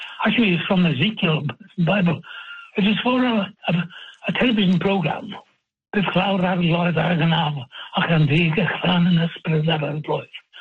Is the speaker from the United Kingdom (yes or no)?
yes; Wales, United Kingdom; now in United States; I'm Welsh, and that's it.